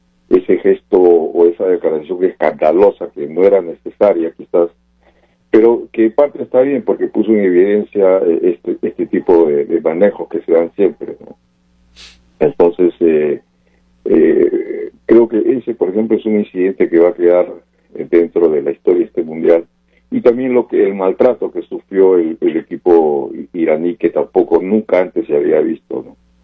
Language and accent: Spanish; Peru; los peruanos fuimos